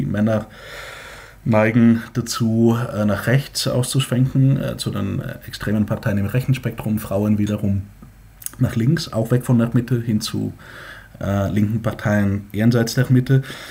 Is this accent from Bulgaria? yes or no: yes; Bulgaria; ziemlich kompliziert, soweit ich weiß, als Bulgare.